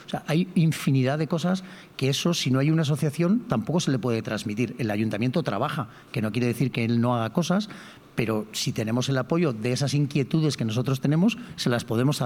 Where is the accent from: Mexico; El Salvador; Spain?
Spain; León, Castile and León; now in Villajoyosa, Spain; Yo soy de León. Fantástico. Pero llevo 33 años aquí en Villajoyosa.